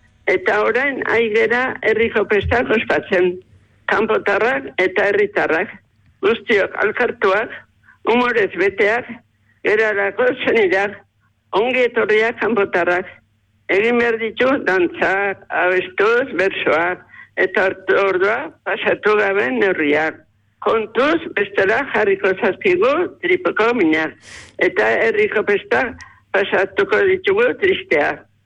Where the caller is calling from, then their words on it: Uitzi, Navarre, Spain; Kaixo, nere herritarrak eta laguna maiteak, uitziarrak.